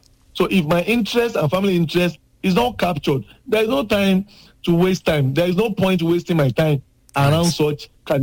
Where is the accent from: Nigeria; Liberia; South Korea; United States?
Nigeria; Lagos; So yes. As I speak with you, I'm speaking from Agege local government.